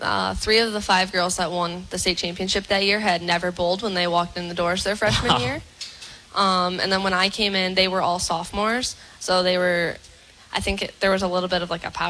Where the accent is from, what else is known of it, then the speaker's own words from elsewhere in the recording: Flint, Michigan, United States; moved away as an adult; also born or lived in Holly, Michigan; now in Youngstown, United States; my address says I'm from Hawley. I spent 95% of my childhood in Flint.